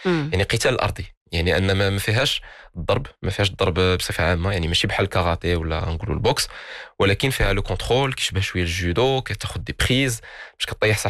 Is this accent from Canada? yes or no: yes; Canada; also born or lived in Casablanca, Morocco; now in Morocco; كنت عايش في كندا، كبرت تما، entre autres كبرت شويه في كازا شويه في كندا، ودخلت استقريت في المغرب. هذه واحد ربع سنين.